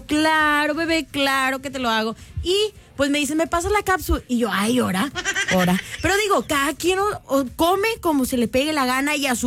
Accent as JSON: {"language": "Spanish", "country": "Mexico", "said": "hay muchas cosas que nos unen como mexicanos"}